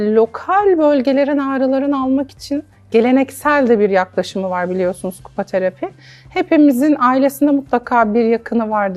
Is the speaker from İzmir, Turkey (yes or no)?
no; Antalya, Turkey; born there; 1983 Antalya doğumluyum.